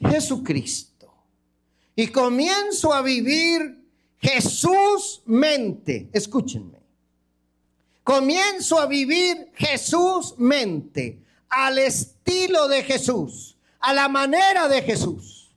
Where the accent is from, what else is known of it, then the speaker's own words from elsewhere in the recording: Antioquia, Colombia; moved away; En Antioquía, no en Antioquía, la región de donde yo vengo